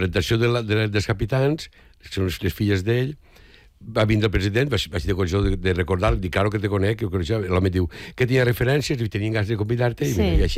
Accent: L'Alqueria de la Comtessa, Valencian Community, Spain; Alqueria de la Contesa, sí senyora.

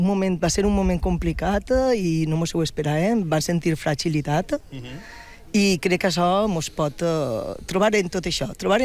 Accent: Albal, Valencian Community, Spain

